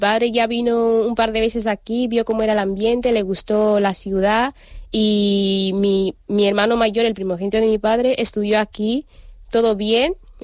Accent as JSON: {"language": "Spanish", "town": "Malabo", "region": "Bioko Norte", "country": "Equatorial Guinea", "tie": "born or raised there", "moved": "as an adult", "lives_now": "Spain", "said": "Sí, nací en Malabo, 1997."}